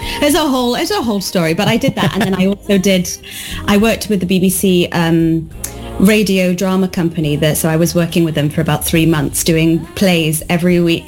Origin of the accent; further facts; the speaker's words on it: Wales, United Kingdom; I grew up in West Wales. I grew up in a beautiful tiny little village